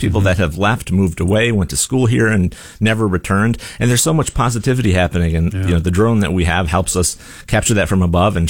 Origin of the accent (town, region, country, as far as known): Syracuse, New York, United States